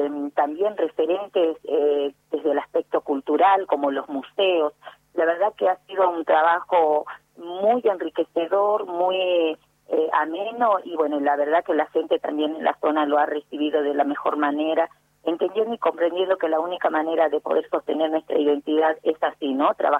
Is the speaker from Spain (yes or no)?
no; Salta, Argentina; yo soy desde hace 17 años docente indígena del pueblo Tastil. En especial, hablar de mi pueblo es para mí muy significativo, este reconocimiento como mujer indígena